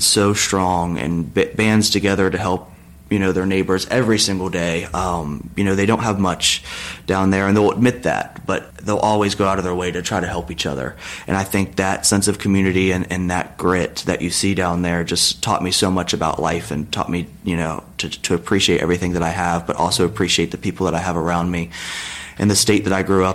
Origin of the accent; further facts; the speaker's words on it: Carolina, West Virginia, United States; I'm from Carolina, West Virginia